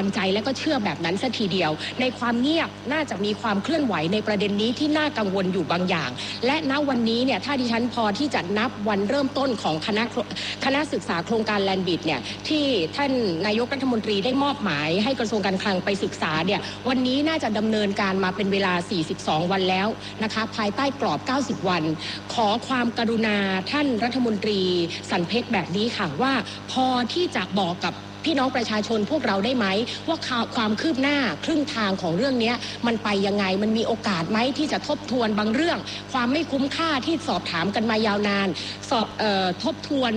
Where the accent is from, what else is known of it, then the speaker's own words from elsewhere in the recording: Southern Thailand, Thailand; ถามในฐานะคนใต้ท่านรัฐมนตรีวันนี้เราคุยกันก็คนใต้สองคน